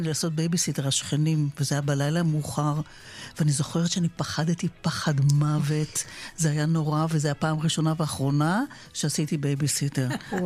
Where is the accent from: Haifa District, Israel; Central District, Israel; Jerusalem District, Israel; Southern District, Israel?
Haifa District, Israel; Haifa; אני גדלתי בחיפה, וחיפה זה על שפת ים, ואנחנו הרבה בילינו על שפת הים.